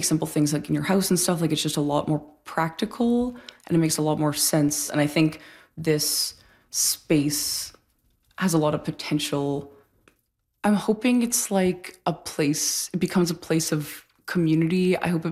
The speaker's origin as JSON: {"language": "English", "town": "Toronto", "region": "Ontario", "country": "Canada", "tie": "born or raised there", "moved": "as an adult", "said": "So I grew up in Toronto and that was like a big, when I moved here for the first time 5 years ago, that was like a big culture shock for me"}